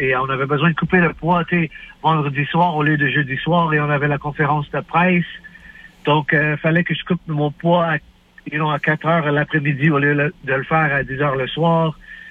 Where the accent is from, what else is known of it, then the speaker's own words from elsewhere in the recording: Montreal, Quebec, Canada; Et écoute, on vient de Montréal, c'est vraiment humide ici à Montréal.